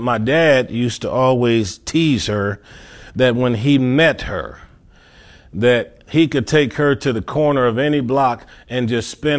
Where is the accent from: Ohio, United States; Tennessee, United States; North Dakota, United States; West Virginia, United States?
Ohio, United States; Cleveland; moved away as an adult; now in Hebron, United States; growing up in Cleveland